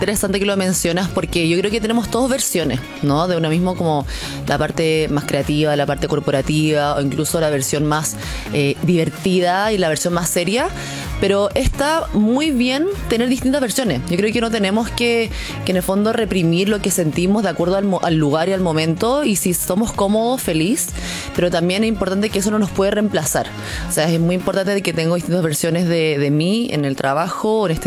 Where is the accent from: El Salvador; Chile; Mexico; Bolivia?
Chile; Soy chilena, soy coreana. En verdad no soy tan coreana si estoy allá, pero acá andamos tan chilena.